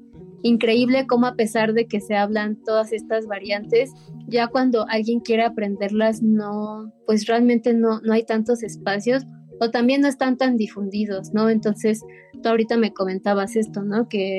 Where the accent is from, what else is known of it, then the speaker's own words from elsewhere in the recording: Mexico; esto es algo que mucha gente que somos personas mexicanas no sabemos esto